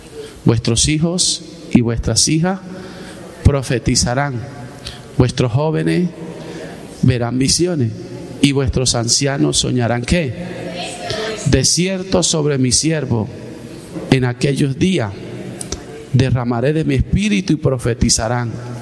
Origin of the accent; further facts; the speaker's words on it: La Guajira, Colombia; moved away; cómo está mi tierra, cómo está La Guajira